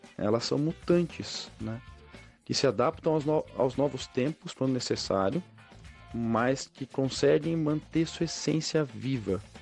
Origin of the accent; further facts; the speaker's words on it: Brazil; ele estabelece elementos que constituem parte da nossa identidade nacional, ou seja, de quem somos nós, brasileiros.